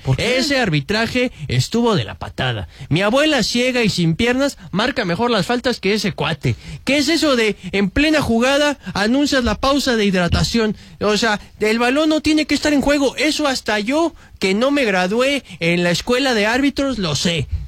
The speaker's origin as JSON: {"language": "Spanish", "country": "Mexico", "said": "yo ya soy español también, carnal, ¿eh? Ahora ya yo soy español y mexicano."}